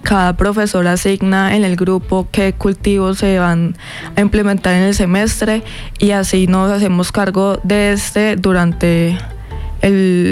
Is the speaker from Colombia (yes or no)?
yes; Cali, Valle del Cauca, Colombia; now in Pereira, Colombia; Sí, soy de Cali y actualmente vivo en Pereira.